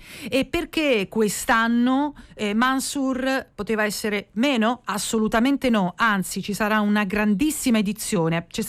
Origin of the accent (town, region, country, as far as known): Brazil